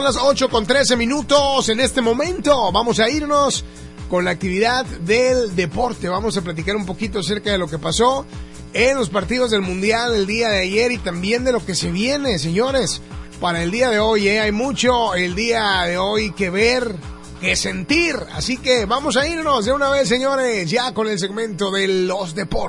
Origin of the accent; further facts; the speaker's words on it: Mexico